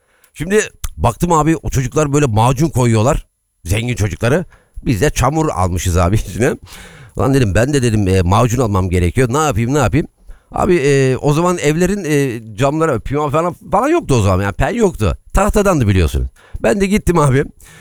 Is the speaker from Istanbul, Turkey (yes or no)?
yes; Istanbul, Turkey; Şimdi ben Aksaray Yeni Kapı'da doğup büyüdüm. Tren istasyonu bize çok yakındı.